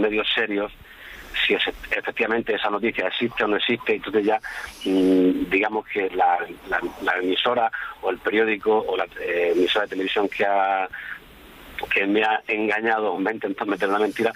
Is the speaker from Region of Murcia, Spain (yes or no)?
yes; Region of Murcia, Spain; Perdona que te diga Ángeles porque yo soy murciano